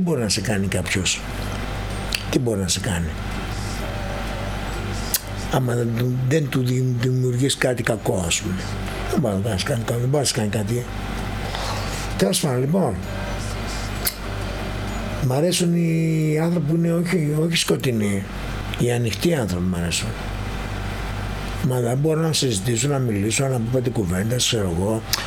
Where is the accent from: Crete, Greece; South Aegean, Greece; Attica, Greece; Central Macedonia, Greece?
Central Macedonia, Greece; Kalamaria; Εγώ ήμουν από τη Τσερικά στην Καλαμαριά